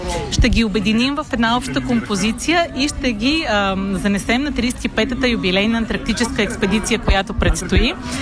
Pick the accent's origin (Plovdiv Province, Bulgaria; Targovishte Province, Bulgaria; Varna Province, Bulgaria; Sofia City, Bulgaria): Sofia City, Bulgaria; Sofia; born there; also born or lived in Troyan; Аз съм родена в Троян. Троянския Балкан. Така че определено нося силата на Балкана със себе си. Живея в София. Целият си живот почти съм прекарала в този град.